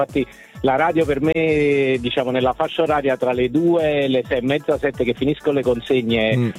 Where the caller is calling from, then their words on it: Cava de' Tirreni, Campania, Italy; io sono di Cava dei Tirreni, in provincia di Salerno